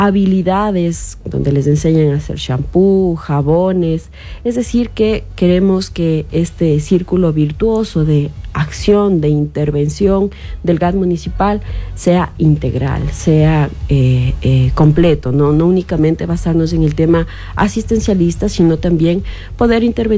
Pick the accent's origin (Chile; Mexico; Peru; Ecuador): Ecuador; nos ha complicado a nosotros como ecuatorianos